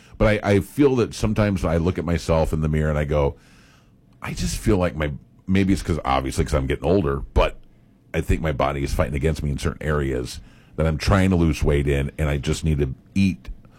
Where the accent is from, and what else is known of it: United States